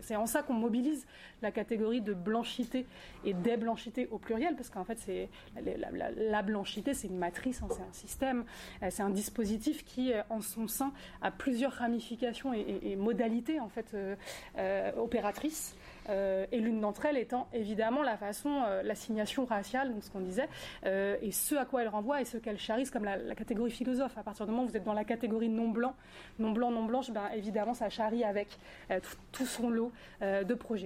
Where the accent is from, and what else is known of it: Brittany, France; born or raised there